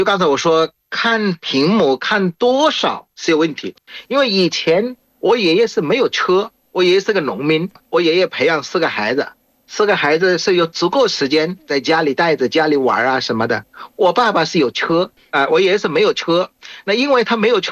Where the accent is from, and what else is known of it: Bangladesh; Chinese is a second language